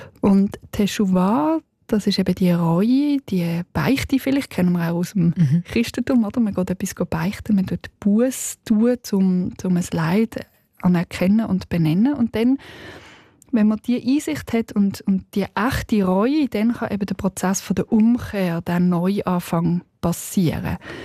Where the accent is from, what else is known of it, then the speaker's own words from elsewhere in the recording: Switzerland; Das gibt es auch bei uns in der Schweiz im Kleinen.